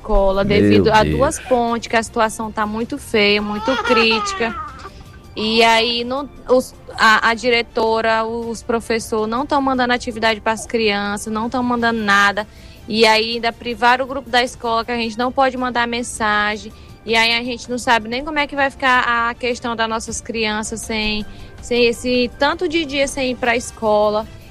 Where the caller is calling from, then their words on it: Iracema, Roraima, Brazil; Eu sou da Campos Novo, da Vicinal 5 de Iracema.